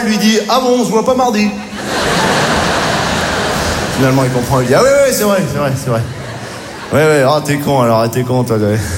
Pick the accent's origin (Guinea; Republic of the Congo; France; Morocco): Morocco; born there